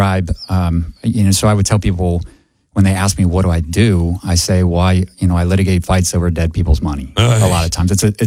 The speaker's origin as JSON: {"language": "English", "town": "Centerville", "region": "Ohio", "country": "United States", "tie": "born or raised there", "said": "Born and raised in Centerville. So I grew up, went to high school at Centerville, went to Miami University."}